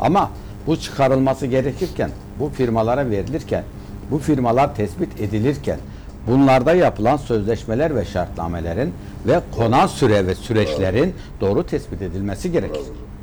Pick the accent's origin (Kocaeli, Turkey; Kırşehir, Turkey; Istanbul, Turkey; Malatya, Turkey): Malatya, Turkey; Hekimhan; moved away; ben kendim Malatya hekim anlayayım. Bizim hekim an maden yatağıdır. Evet. Ben çocukluğum madenin içinde geçti. Orada büyüdüm, orada çalıştım.